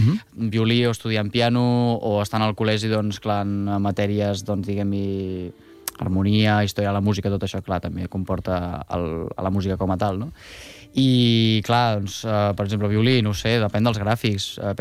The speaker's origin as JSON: {"language": "Catalan", "town": "Montblanc", "region": "Catalonia", "country": "Spain", "tie": "born or raised there", "said": "que en el meu cas doncs era Montblanc, no? El meu poble de la meva vida, es pot dir."}